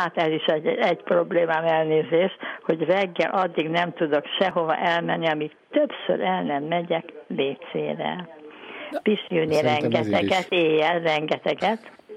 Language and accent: Hungarian; Budapest, Hungary; born or raised there; now in Zalaegerszeg, Hungary